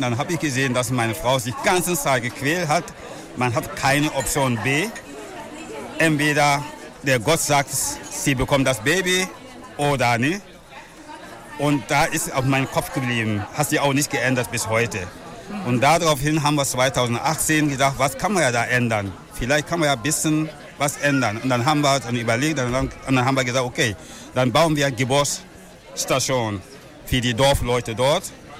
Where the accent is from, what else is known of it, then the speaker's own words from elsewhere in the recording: Centre-Sud, Burkina Faso; now in Cologne, Germany; Ich komme ja aus Burkina Faso. Es ist ein Centre S von Burkina Faso. Der Ort, Name ist Ouaregou.